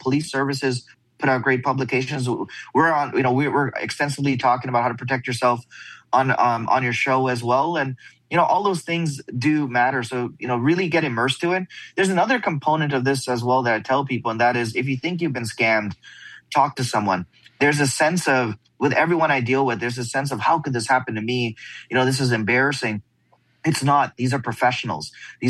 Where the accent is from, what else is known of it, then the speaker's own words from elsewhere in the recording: Canada; we're two guys from Canada out in the US